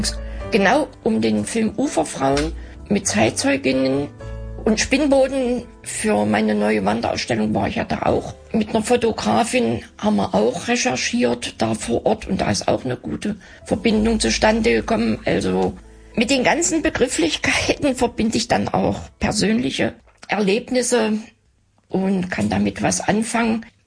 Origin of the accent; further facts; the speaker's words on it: Leipzig, Saxony, Germany; muss man nur als Leipzigerin aufpassen.